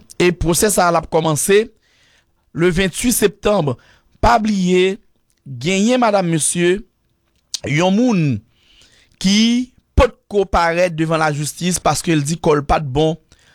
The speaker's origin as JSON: {"language": "French", "country": "Haiti", "said": "Moi-même comme haïtien, écoutez, j'avoue que je suis haïtien, je suis indigné."}